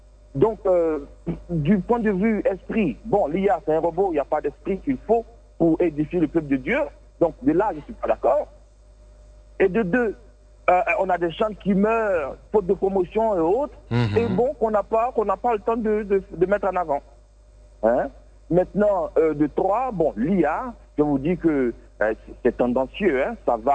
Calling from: Bouaké, Vallée du Bandama, Côte d’Ivoire; j'appelle de Boaké.

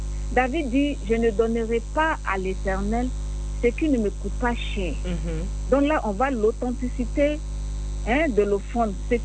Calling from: Abidjan, Côte d’Ivoire; De Yopougon.

